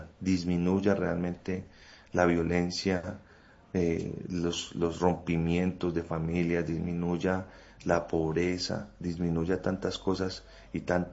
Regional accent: Manizales, Caldas, Colombia; moved away as an adult; now in Amalfi, Colombia; Pues realmente yo soy de Manizales, ¿cierto? Hace 4 años, 5 estoy acá.

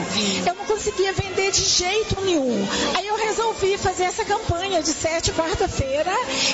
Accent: Contagem, Minas Gerais, Brazil; Eu sou do Jardim Riacho, Contagem.

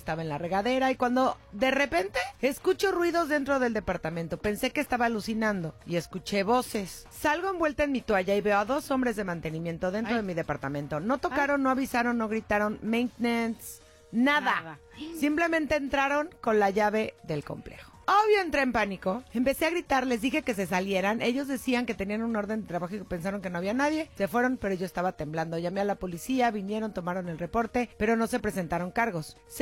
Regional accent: Mexico City, Mexico; moved away; yo sí crecí en la Ciudad de México

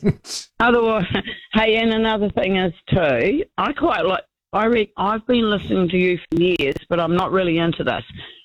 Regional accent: Taranaki, New Zealand; So I'm from Taranaki and I heard about this earthquake.

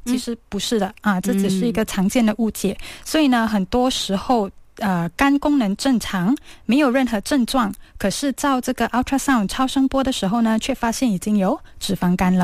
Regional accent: Malaysia; 零食就是我们大马人最喜欢的

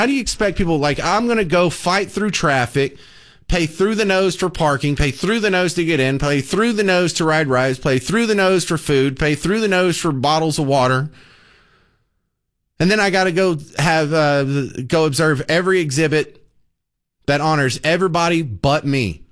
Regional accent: Texas, United States; I am a Texan

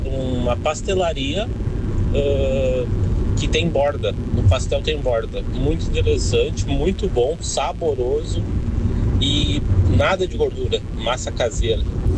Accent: São Leopoldo, Rio Grande do Sul, Brazil; Eu sou de São Leopoldo, eu peguei o carro ontem sem rumo, né?

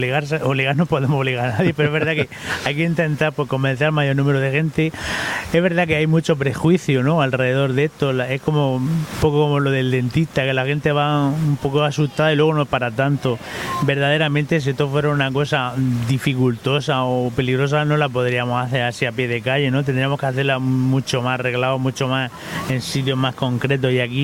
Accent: Águilas, Region of Murcia, Spain; voy a barrer un poco para mi pueblo en el auditorio de Águila

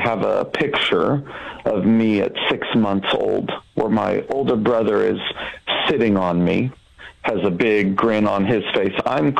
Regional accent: Oregon, United States; I was raised in Oregon.

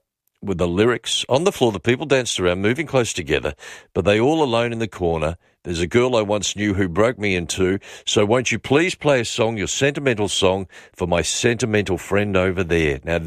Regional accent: Melbourne, Victoria, Australia; now in Italy; I'm listening to you from Toscana, Italy. I grew up in Hyatt, suburb of Melbourne. I lived in the same little house until I got married at the age of 18.

